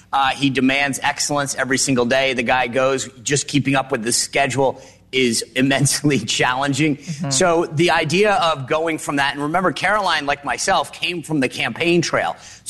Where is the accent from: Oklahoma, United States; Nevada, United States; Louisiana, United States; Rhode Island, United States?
Rhode Island, United States; I grew up in Rhode Island. My dad sold boats for a living.